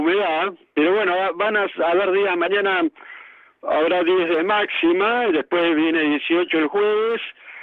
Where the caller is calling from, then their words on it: Mar del Plata, Buenos Aires Province, Argentina; de Mar del Plata.